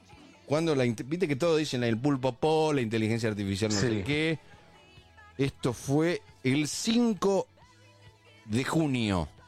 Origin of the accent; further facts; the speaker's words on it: Argentina; Nosotros como argentinos